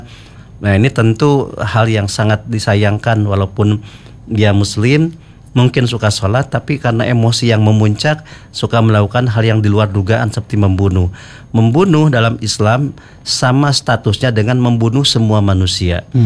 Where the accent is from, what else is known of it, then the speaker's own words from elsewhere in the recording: Bogor, West Java, Indonesia; katanya di saya orang Bogor juga tuh.